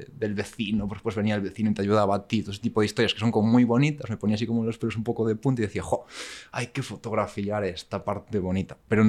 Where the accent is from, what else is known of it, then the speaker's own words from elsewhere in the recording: Galicia, Spain; Bueno, yo me crié en Galicia, me cuesta salir de Galicia y todo nace en la cocina de mi abuela, en verdad.